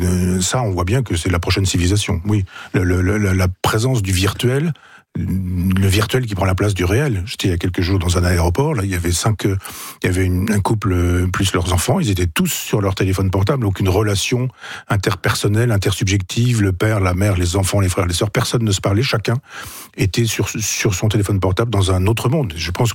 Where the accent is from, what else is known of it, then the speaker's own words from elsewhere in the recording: Chambois, Normandy, France; il y a une cellule à Chambois, qui était mon village natal.